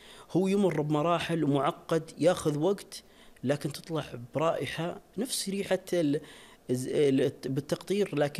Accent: Najd, Saudi Arabia; انتشر الخزامة عندنا في نجد

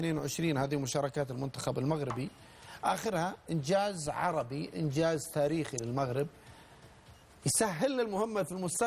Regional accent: Saudi Arabia; إحنا كسعوديين أو كرياضي،

